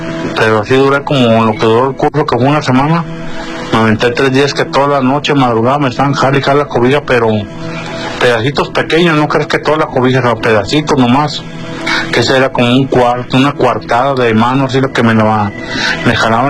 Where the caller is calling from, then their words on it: Guadalajara, Jalisco, Mexico; Buenas noches … desde Guadalajara, Jalisco.